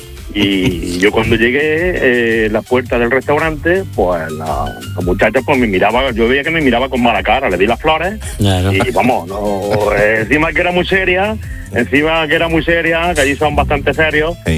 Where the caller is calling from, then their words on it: Jaén, Andalusia, Spain; yo soy de Jaén. Mi inglés es un poco.